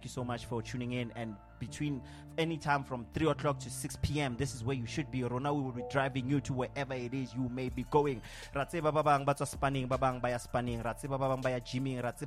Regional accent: East Rand, Gauteng, South Africa; and the reason I'm playing that is we're both from the East Rand.

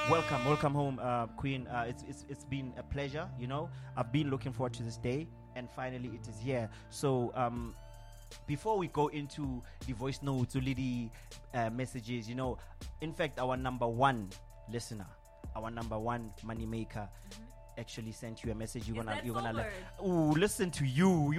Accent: East Rand, Gauteng, South Africa; and the reason I'm playing that is we're both from the East Rand.

